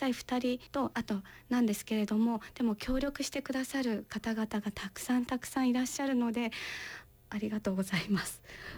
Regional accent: Sano, Tochigi, Japan; moved away as an adult; now in Mito, Japan; 出身は栃木県の佐野市になります。

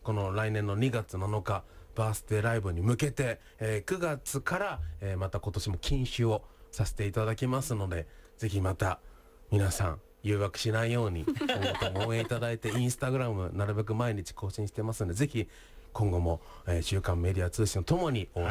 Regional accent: Sayama, Saitama, Japan; 地元埼玉県狭山市

